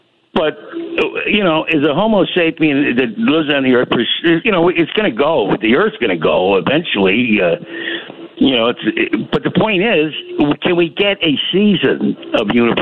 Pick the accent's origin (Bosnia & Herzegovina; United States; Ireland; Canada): Ireland; I go into another dimension because I'm Irish and I cannot take anything.